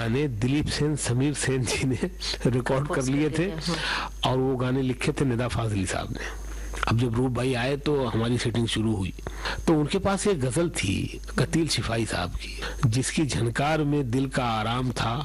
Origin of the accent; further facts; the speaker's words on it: Surat, Gujarat, India; now in Mumbai, India; तो मैं सूरत से मुंबई आ गया 2001 फरवरी में